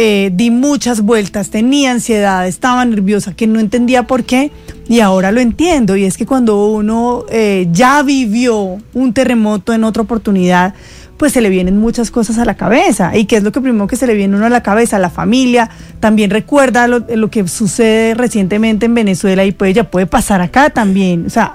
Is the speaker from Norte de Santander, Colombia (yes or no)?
no; Manizales, Caldas, Colombia; now in Bogotá, Colombia; yo soy de Manizales y porque yo todo el tiempo hablo que soy de Manizales, que soy del Eje Cafetero.